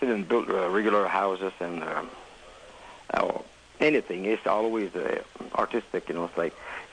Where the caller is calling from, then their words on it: Montreal, Quebec, Canada; Oh, du Canada, Montréal.